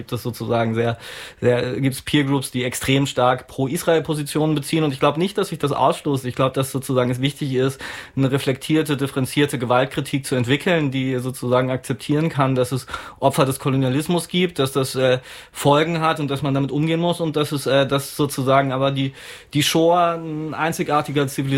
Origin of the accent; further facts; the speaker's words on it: East Germany, Germany; ich bin ja auch Ostdeutscher zum Beispiel.